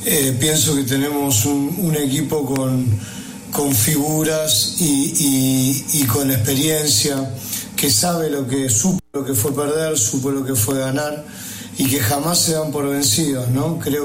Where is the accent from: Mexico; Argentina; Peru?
Argentina; amo mi país y mi selección